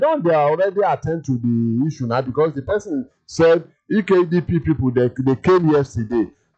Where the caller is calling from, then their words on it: Ajegunle, Lagos, Nigeria; I'm calling from Ajegunle.